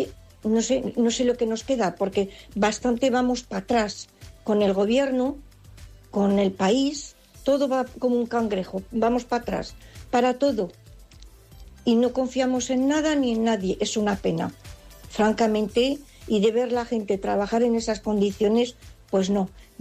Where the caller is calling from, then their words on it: Zaragoza, Aragon, Spain; de Zaragoza.